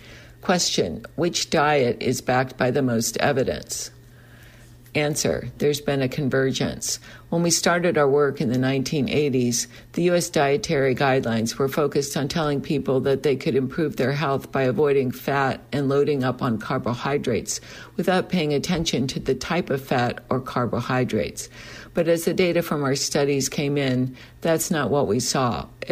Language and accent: English; Midwest, United States; What I eat now is very different from what I ate when I was growing up in the Midwest. Back then, we ate mashed potatoes, beef, and gravy.